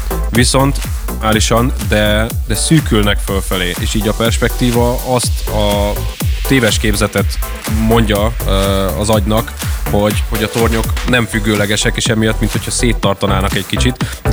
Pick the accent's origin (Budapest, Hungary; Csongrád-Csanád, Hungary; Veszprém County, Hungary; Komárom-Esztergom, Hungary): Csongrád-Csanád, Hungary; Szeged; mondom ezt én szegediként